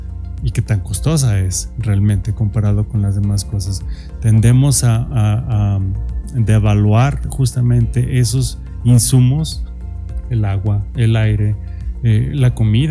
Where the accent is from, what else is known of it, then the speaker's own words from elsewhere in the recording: San Luis Potosí, Mexico; nosotros como mexicanos, o incluso a lo mejor hasta como potosinos.